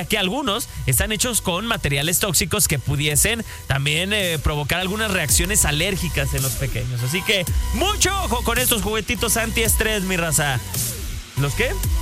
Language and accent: Spanish; Mexico; Nuestras idas a urgencias como niños mexicanos